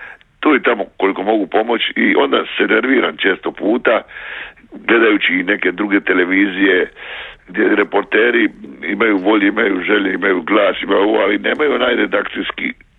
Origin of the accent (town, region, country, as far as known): Croatia